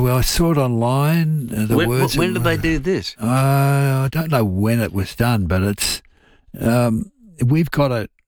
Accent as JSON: {"language": "English", "region": "Scotland", "country": "United Kingdom", "tie": "born there", "said": "Being Scottish born, that one hurts just as much."}